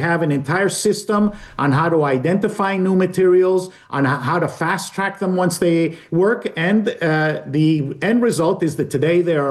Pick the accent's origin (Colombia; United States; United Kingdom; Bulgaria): Colombia; moved away; I'm originally from Colombia